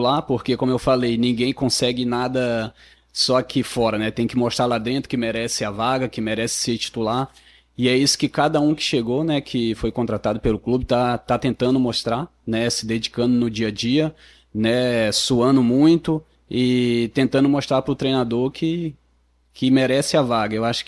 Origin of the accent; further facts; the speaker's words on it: Sobral, Ceará, Brazil; also born or lived in Rio de Janeiro; É que eu fui criado em Sobral, nasci no Rio de Janeiro, mas fui criado em Sobral.